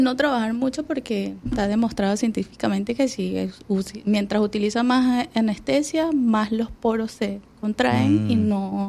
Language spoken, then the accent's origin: Spanish; Venezuela; moved away as an adult; also born or lived in Colombia / Dominican Republic; now in Panama; después me hago mi primer curso allí en Venezuela. Soy nacionalidad de Venezuela, hago la primera capacitación allí